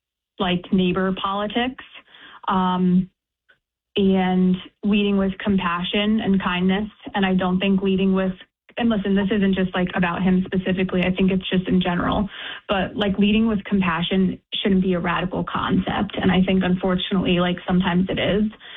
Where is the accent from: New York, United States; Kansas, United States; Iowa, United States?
New York, United States; Port Jervis; I grew up in Port Jervis, New York, which is about an hour, 30, 40 minutes from the city. So kind of removed, very small town vibe.